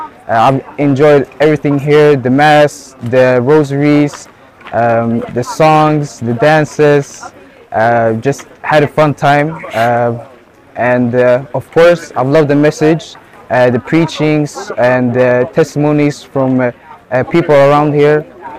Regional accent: Stockholm, Stockholm County, Sweden; I'm 19 years old. I came from Stockholm with my youth group.

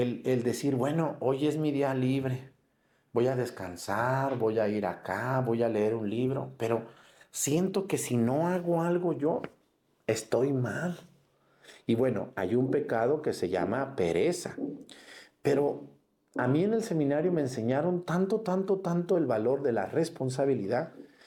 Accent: Mexticacán, Jalisco, Mexico; moved away; Cuando yo era niño, allá en mi pueblo, en Mexicacán, había una tienda.

